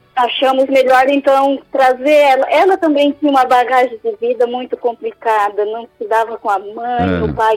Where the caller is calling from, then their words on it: Araranguá, Santa Catarina, Brazil; de Araranguá, Santa Catarina.